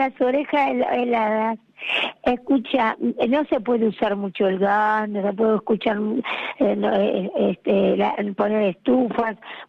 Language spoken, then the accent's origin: Spanish; Argentina; moved away; also born or lived in Ibiza; somos dos argentinas, mi jefa y yo la vendedora.